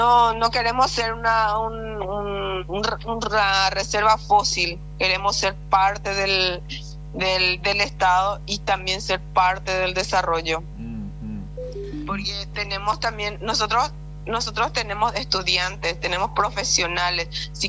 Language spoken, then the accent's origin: Spanish; Bahía Negra, Alto Paraguay, Paraguay; yo soy de la comunidad puertodiana, del distrito de Bahía Negra, soy del pueblo de Xir Chamacoco.